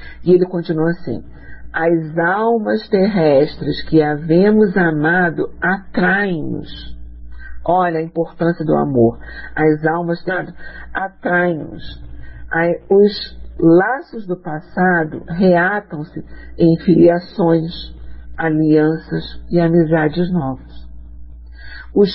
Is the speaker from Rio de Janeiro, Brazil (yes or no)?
yes; Rio de Janeiro, Brazil; born there; E eu vivo no Rio de Janeiro, nasci e renasci no Rio de Janeiro e vivo no Rio de Janeiro